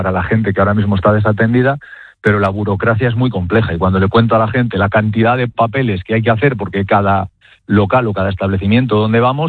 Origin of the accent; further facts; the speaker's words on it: Mayorga, Castile and León, Spain; Mayorga, que es mi pueblo